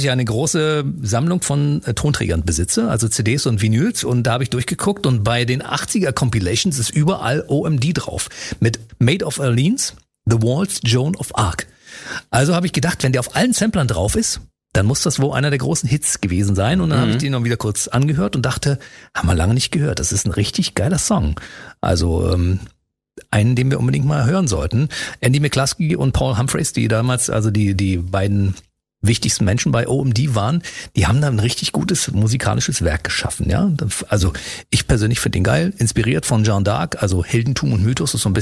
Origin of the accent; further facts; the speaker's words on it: East Germany, Germany; Ich bin aus dem Osten, wir hatten keine Leopardenhosen, Freunde. Und 100 Mark hatten wir auch nicht.